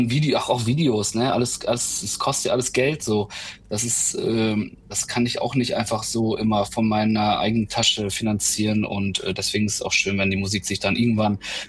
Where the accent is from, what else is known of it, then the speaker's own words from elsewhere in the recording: Hörstel, North Rhine-Westphalia, Germany; born there; moved away as an adult; now in Osnabrück, Germany; ich komme ursprünglich aus Hörste. Das ist ein kleines Dorf in Kreis Steinfurt in NRW. Und genau, da komme ich ursprünglich her. Ich bin vor 19 Jahren nach Osnabrück gezogen.